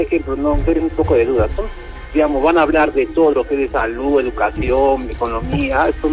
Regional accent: Arequipa, Peru; born there; Y de repente mis papás son de Puno, tengo sangre puneña, pero yo nací en Arequipa y me siento orgulloso de estar aquí

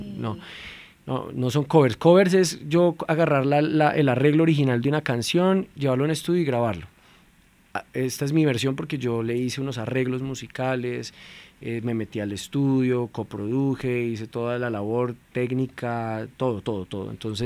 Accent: Bogotá, Colombia; Yo soy bogotano, orgullosamente bogotano.

